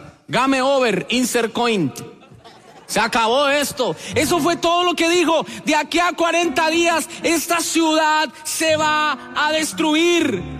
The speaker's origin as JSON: {"language": "Spanish", "country": "Colombia", "said": "¿De dónde son ustedes? Nosotros venimos de Colombia."}